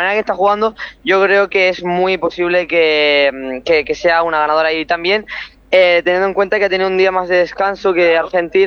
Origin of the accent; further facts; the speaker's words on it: Spain; Yo, sinceramente, como español, veo a España bastante preparada